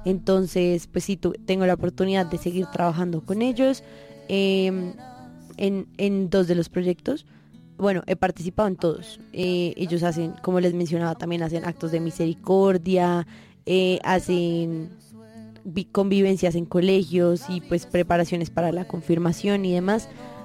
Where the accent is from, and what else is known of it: Colombia